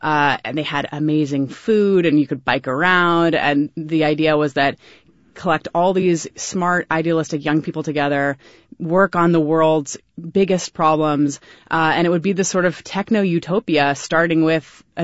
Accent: Oakland, California, United States; As a Bay Area native, this is huge. I love KQED.

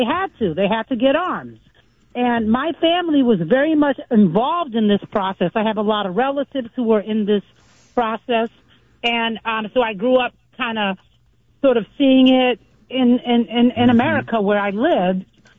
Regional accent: United States; born there; So I'm American-born, and my parents are from Cabo Verde, West Africa.

